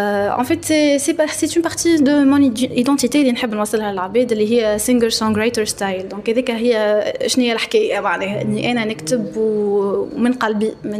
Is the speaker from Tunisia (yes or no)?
yes; Tunisia; انا اليوم تونسية الوحيدة في البروغراماسيون